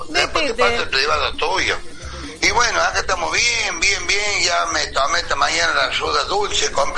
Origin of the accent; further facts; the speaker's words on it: Santiago del Estero, Argentina; born there; now in Córdoba, Argentina; Nosotros, santiagueños, porque yo soy nacido, creo, en Santiago, pero vivo en Córdoba